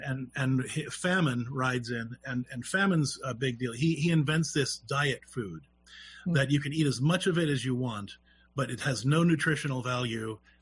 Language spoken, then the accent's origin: English; Clairton, Pennsylvania, United States; also born or lived in Mingo Junction, Ohio; I grew up in Clareton, Pennsylvania, which is the first place that The Deer Hunter was filmed. And then I lived like 10 miles down the road from Mango Junction, Ohio, which was the other place that Deer Hunter was filmed. And so it was very much Steel Town.